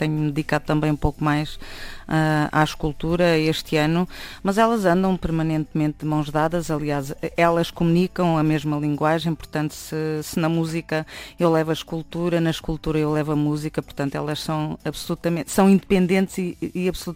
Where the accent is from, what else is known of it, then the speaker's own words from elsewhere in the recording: Leiria, Portugal; Eu sou de Leiria.